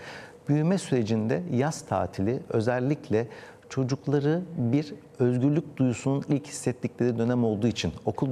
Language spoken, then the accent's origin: Turkish; Istanbul, Turkey; ben İstanbul'da büyüdüm ama İstanbul'da benim büyüdüğüm dönemde bir sokak kültürü vardı.